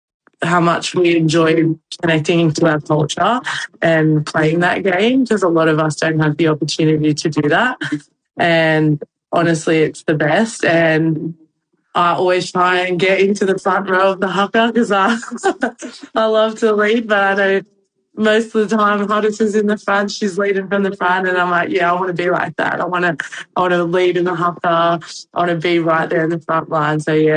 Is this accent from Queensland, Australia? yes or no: no; New South Wales, Australia; born there; I was born in New South Wales